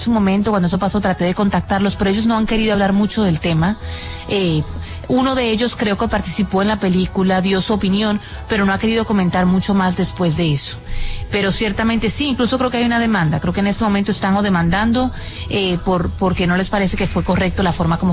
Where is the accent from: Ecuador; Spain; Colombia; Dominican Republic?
Dominican Republic; also born or lived in Miami Beach; Yo nací en Miami Beach, simplemente que me crié en República Dominicana.